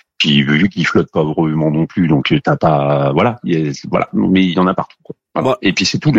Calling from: Clermont-Ferrand, Auvergne-Rhône-Alpes, France; moi je suis sur Clermont-Ferrand

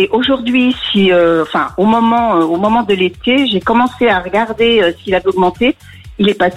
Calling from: France; j'habite au Normandais, à Saint-Philbert-de-Bouesnes

